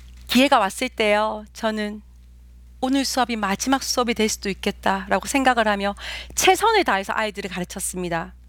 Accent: South Korea; moved away as an adult; now in Dortmund, Germany

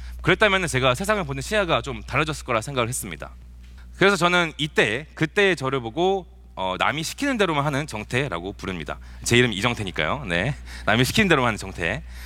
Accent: Seoul, South Korea; 저는 어렸을 때 대치동이라는 동네에 살았습니다. 대치동이 뭘로 유명한 곳이죠, 여러분? 그렇죠, 학원, 뭐 학구열, 8학군 뭐 이런 걸로 되게 유명한 곳이잖아요.

